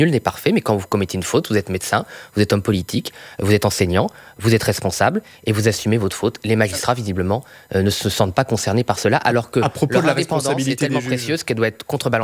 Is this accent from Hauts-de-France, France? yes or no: yes; Boulogne-sur-Mer, Hauts-de-France, France; born there; Moi, je suis né à Boulogne-sur-Mer, donc ma famille, comme beaucoup de familles des Hauts-de-France